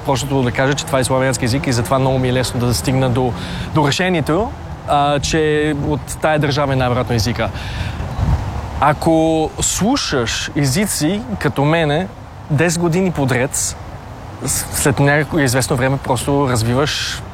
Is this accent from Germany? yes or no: no; Vienna, Austria; Официално съм австриец с български корени, понеже съм роден и израснал в Австрия, в Виена, в столицата, но аз се считам като българин от Австрия